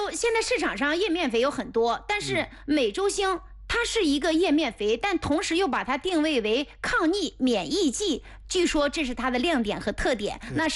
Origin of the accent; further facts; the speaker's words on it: Mengcheng, Anhui, China; 我的老家是蒙城，那里就是皖西北啊。原来归阜阳，后来归亳州，那里就是皖西北，属于皖北区域啊。